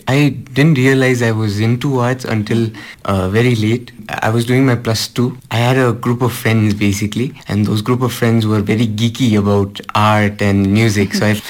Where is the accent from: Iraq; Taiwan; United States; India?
India; Darjeeling, West Bengal; I am a filmmaker from Darjeeling.